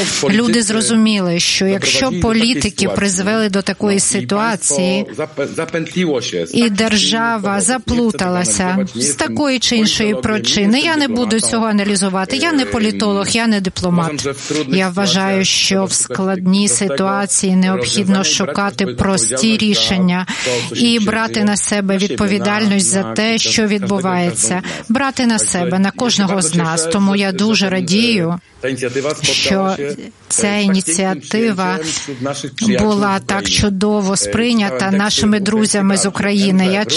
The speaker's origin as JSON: {"language": "Ukrainian", "country": "Poland", "said": "яким ми, поляки, вдячні за нашу свободу."}